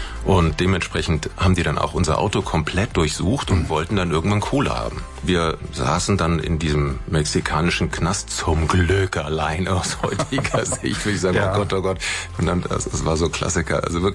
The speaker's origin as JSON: {"language": "German", "country": "Germany", "said": "wir kommen eigentlich aus Deutschland, wir sind gar keine Amerikaner"}